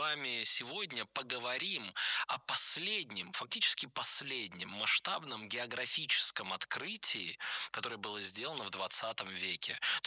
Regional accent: Nizhny Novgorod, Nizhny Novgorod Oblast, Russia; Я сам из Нижнего Новгорода, это все мне очень понятные территории, очень понятные места.

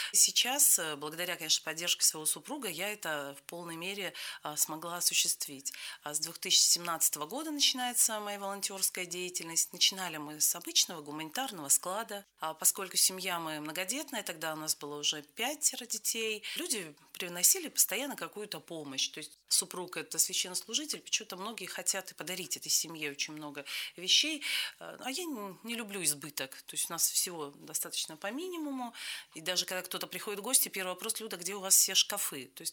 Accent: Cherepovets, Vologda Oblast, Russia; я из Череповца

